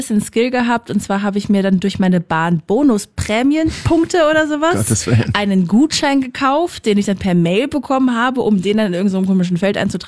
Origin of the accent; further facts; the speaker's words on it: Hannover, Lower Saxony, Germany; Und zwar war ich in Hannover in meiner Heimatstadt und wollte dann zurückfahren